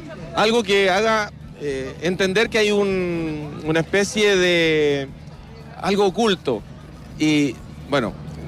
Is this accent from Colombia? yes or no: no; Santiago, Santiago Metropolitan Region, Chile; Bueno, nosotros somos de Santiago, pero con raíces parralinas